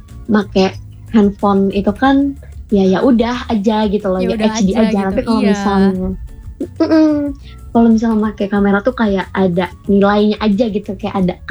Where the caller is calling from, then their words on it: Lampung, Indonesia; aku asli orang Lampung. Balang.